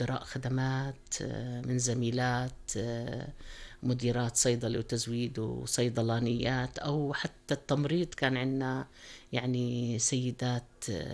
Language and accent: Arabic; Salt, Balqa Governorate, Jordan; born there; now in Amman, Jordan; الصلط يا ديرتي. عمان والله عشت فيها أجمل أيام حياتي، واشتغلت فيها وما زلت عايشة بعمان